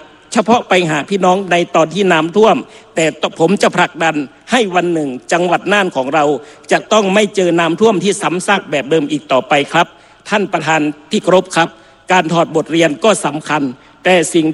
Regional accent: Nan Province, Nan, Thailand; แม้ว่าผมจะเป็นส.ส.คนจังหวัดน่านเขต2แต่เหนือสิ่งอื่นใดผมเป็นคนจังหวัดน่าน

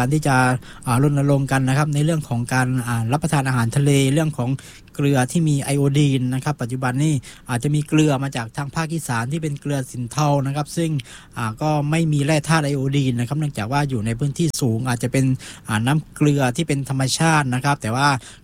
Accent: Southern Thailand, Thailand; accent: Southern Thai; บ้านเรานี่เรียกฉางข้าวนะภาษาใต้เรียกฉางนะครับ

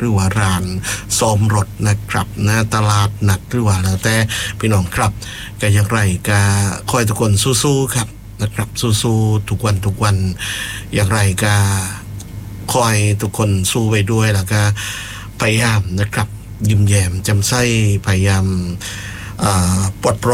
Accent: Phuket, Thailand

